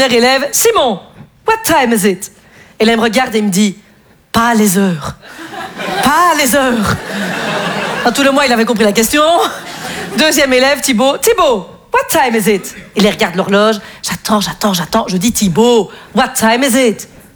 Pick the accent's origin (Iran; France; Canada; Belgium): Belgium; je suis belge